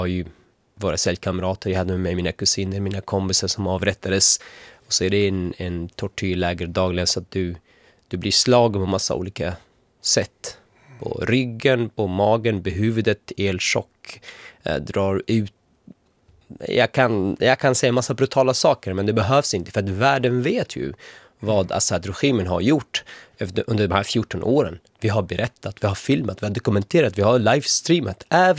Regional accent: Syria; och det tillbringar oss någon form av frid som man behöver som syrier som har lidit i 14 år men vill ju känna rättvisa.

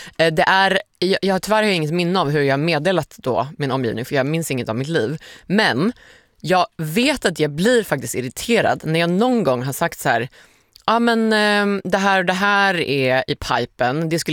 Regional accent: Skåne, Sweden; Skåne är underbart, jag är skåning.

